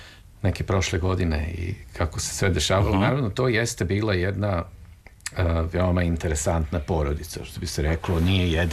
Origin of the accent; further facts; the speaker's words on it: Belgrade, Serbia; ja sam rođen u Beogradu i prvi dom je bio na Slaviji